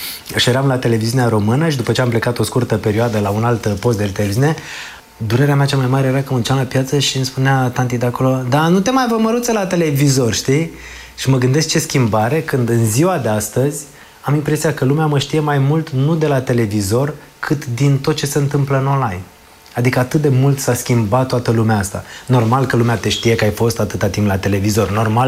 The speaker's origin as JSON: {"language": "Romanian", "region": "Oltenia", "country": "Romania", "said": "Eu sunt oltean, știi?"}